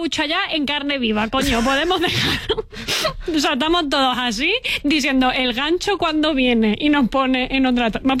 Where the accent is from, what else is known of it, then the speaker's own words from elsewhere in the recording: Cuenca, Castilla-La Mancha, Spain; Y la otra, que soy de Cuenca, cojones.